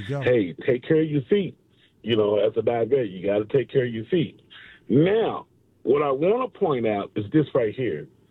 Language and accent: English; Fort Worth, Texas, United States; No, I'm from Fort Worth, Texas.